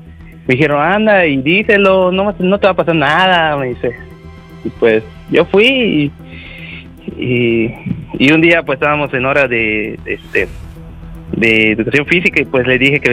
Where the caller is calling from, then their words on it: Mérida, Yucatán, Mexico; accent: Yucatecan; Tengo 23 años y soy de acá, de la bellísima Blanca Mérida.